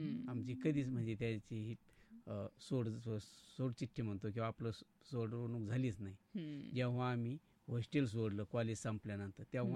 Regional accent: Pachegaon, Maharashtra, India; माझं बालपण माझ्या पाचेगाव या गावीच गेलं आणि खूप छान होतं.

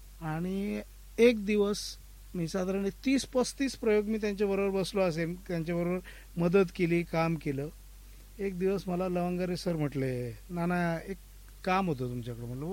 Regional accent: Vadzire, Maharashtra, India; also born or lived in Mumbai; now in Ahmednagar, India; मी मूळचा पारनेर तालुक्यातला वडझिरे गावचा, माझ्या शेजारचं गाव देवी बैरे

